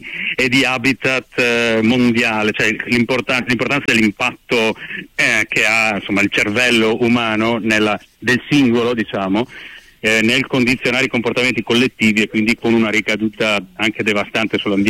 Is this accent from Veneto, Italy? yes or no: yes; Treviso, Veneto, Italy; Siamo di Treviso, relativamente vicini.